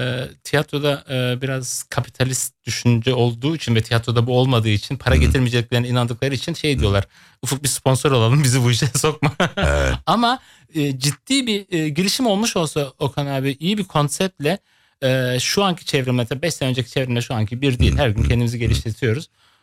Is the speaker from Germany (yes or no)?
yes; Germany; Almanya'da doğdum, büyüdüm.